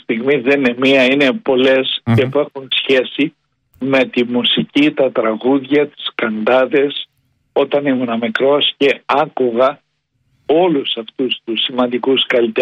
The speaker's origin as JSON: {"language": "Greek", "region": "Crete", "country": "Greece", "said": "Θα το καταλάβει ο οποιοσδήποτε επισκέπτης από την πρώτη φορά που θα πατήσει τα πόδια του στο νησί μας."}